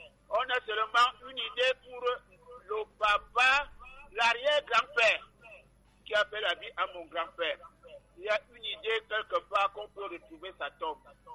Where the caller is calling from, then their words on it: Minkama, Centre, Cameroon; Problème de chez moi à Minkama.